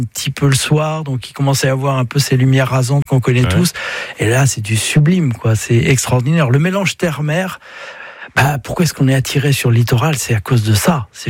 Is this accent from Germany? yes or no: no; Brittany, France